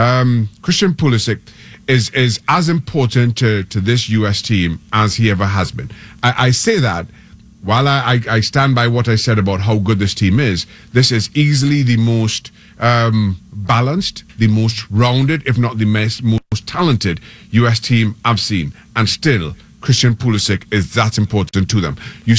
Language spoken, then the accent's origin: English; Trinidad & Tobago; And listen, I am not American. I grew up in Trinidad and Tobago. I played my football there.